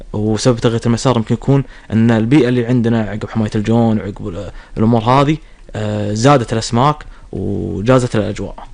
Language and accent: Arabic; Kuwait; عندنا بالكويت